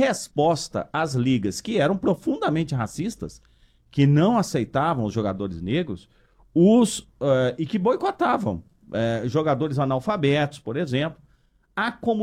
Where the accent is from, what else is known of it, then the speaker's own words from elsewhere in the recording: Minas Gerais, Brazil; Como eu sou mineiro, eu sou atleticano.